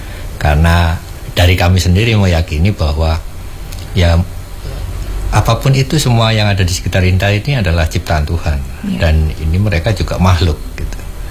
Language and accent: Indonesian; Indonesia; first language Javanese; Indonesian is a second language; Bahasa ibu saya Jawa